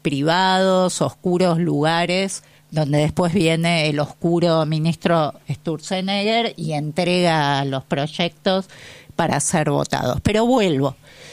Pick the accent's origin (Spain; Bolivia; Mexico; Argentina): Argentina; claro que nos afecta como argentinos a todos